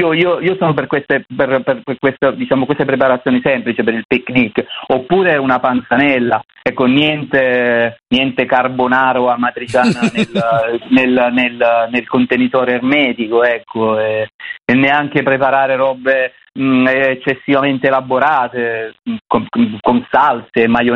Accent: Sicily, Italy; io da siciliano

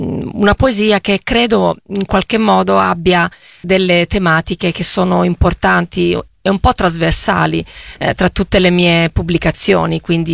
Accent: Taranto, Apulia, Italy; Taranto. È Taranto, la mia città natale. Il dialetto è un dialetto molto cupo, un dialetto sordo, un dialetto gutturale, con molte consonanti.

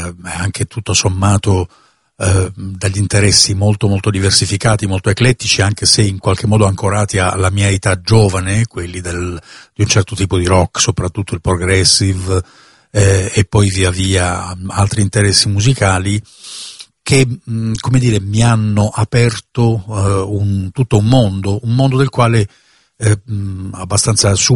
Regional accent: Bari, Apulia, Italy; born there; E poi naturalmente sono un musicista del sud, vengo dalla Puglia, anche se mi considero un apolide e parte della mia famiglia è sparsa un po' in tutto il paese, perché ho parentele nel Veneto così come nell'Abruzzo, così come in Campania

